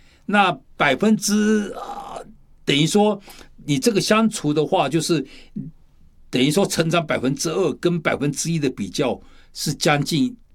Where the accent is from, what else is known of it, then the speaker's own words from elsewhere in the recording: China; 我们中国人也讲了一段话